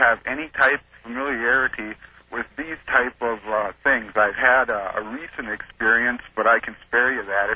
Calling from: Valparaiso, Indiana, United States; I am calling from Valparaiso, Indiana.

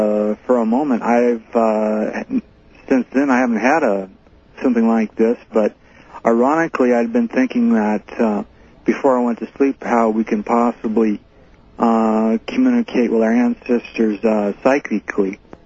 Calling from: Fresno, California, United States; I'm calling from Fresno, California, and I'm on KMJ 580.

